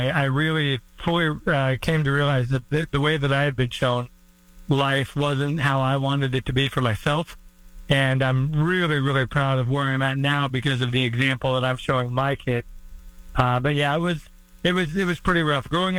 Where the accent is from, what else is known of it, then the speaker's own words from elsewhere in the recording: Des Moines, Iowa, United States; Born and raised in Des Moines, Iowa.